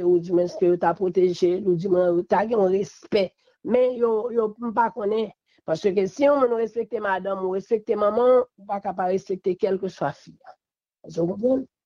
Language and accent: French; Haiti; Et pas quoi que c'est seul président Aristide en tant que haïtien seulement que nous gagnons.